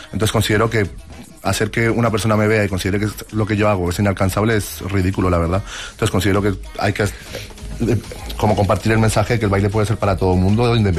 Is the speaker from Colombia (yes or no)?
yes; Colombia; Sí, soy colombiano.